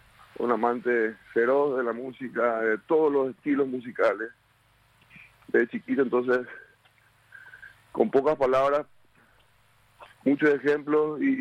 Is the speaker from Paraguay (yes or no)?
yes; Paraguay; somos los paraguayos, ¿verdad?